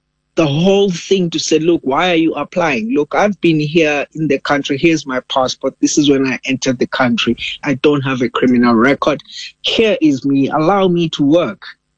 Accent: Malawi; now in South Africa; Home is Malawi, and I would never refuse Malawi being my home. As I speak to you right now, Malawi is a very peaceful country. It is a country that is very small.

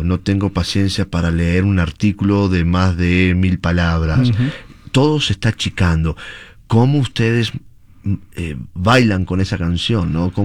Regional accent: Peru; creo que como peruano me parece que los peruanos lo defienden a capa y espada.

